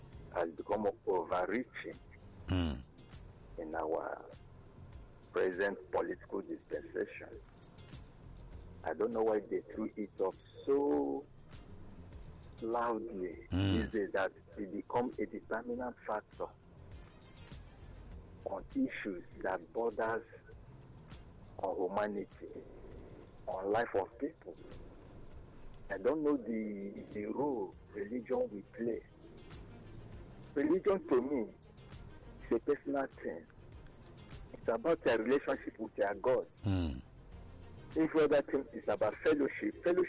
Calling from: Edo, Nigeria; I'm calling from Edo.

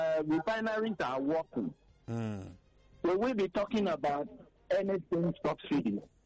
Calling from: Lagos, Nigeria; I'm calling from Lagos.

